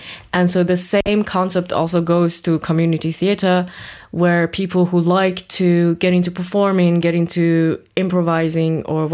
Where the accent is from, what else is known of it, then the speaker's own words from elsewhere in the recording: Iran; now in Halle, Germany; Like, so I live in Halle, right? And I used to, like, I'm from Iran